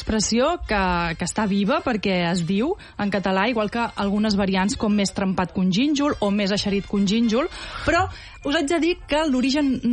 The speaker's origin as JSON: {"language": "Catalan", "region": "Catalonia", "country": "Spain"}